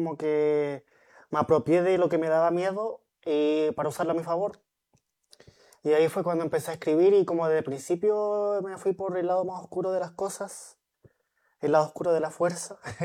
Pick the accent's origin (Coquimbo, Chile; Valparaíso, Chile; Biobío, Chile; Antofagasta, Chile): Biobío, Chile; Tomé; also born or lived in Los Ángeles, Chile / Concepción, Chile; Estudié acá en Tomé toda mi vida, hasta que me fui a Conce, a la universidad. Estudié en la Margarita Nosó, sé que está en el centro, toda la básica, y después pasé al Liceo Vicente Palacios.